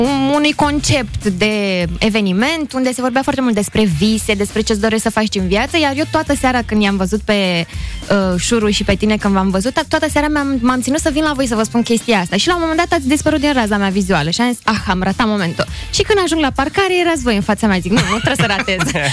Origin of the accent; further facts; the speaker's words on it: Focșani, Vrancea County, Romania; moved away as an adult; now in Bucharest, Romania; Sunt din Focșani, nu sunt din București, dar deja stau de 12 ani în București.